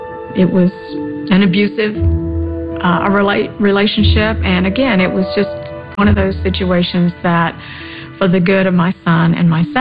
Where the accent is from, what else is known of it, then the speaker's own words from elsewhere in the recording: Texas, United States; I was this young girl growing up in Texas